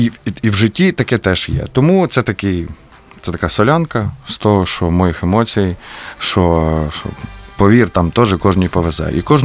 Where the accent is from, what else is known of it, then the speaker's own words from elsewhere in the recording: Kolomyia, Ivano-Frankivsk Oblast, Ukraine; moved away; Ну, Коломия. Я завжди пишався те, що я з Коломиї. Бо це, по-перше, це найбільше місто в нашій Франківській області.